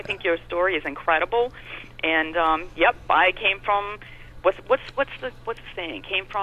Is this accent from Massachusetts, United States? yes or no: yes; Webster, Massachusetts, United States; I came from Webster, Massachusetts, and it was a big town, but we had all different sections, different, you know, walks of life or what have you.